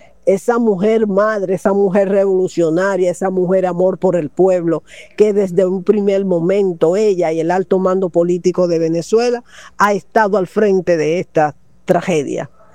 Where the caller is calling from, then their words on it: Dominican Republic; les hablo desde República Dominicana.